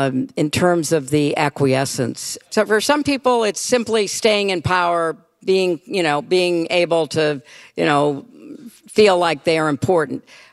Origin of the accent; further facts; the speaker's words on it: New York, United States; But I'm not a Mainer. I'm a New Yorker.